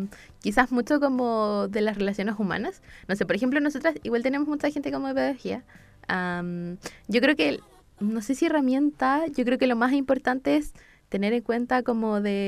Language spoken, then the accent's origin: Spanish; Santiago, Santiago Metropolitan Region, Chile; yo soy de La Granja. Soy del sector sur de Santiago, un sector sur donde a veces no llega tantas cosas como en otros lados